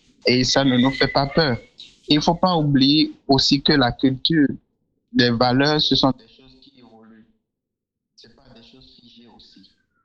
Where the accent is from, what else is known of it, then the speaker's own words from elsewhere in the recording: Benin; en tant que Béninois